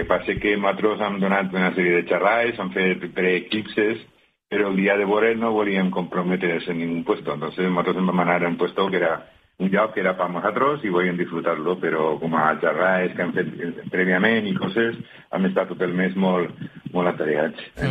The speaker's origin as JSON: {"language": "Spanish", "town": "Onda", "region": "Valencian Community", "country": "Spain", "said": "yo soy de Onda"}